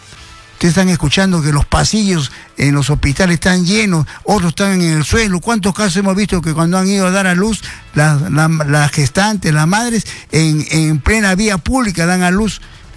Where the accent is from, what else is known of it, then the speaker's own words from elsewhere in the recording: Peru; como la mayoría de los peruanos nos ganamos la vida trabajando